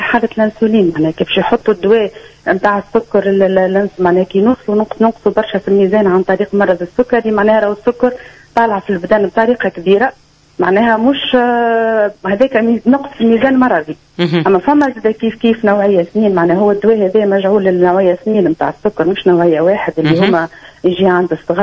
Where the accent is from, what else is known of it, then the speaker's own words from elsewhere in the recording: Tunisia; عندنا في تونس